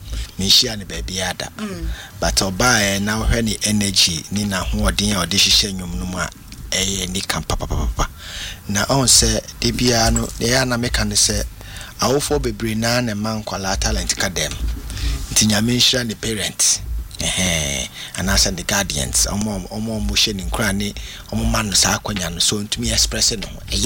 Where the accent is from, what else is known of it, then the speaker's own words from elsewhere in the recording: Ghana; in Ghana, our music that we are known for as Ghanaians is known as high life music.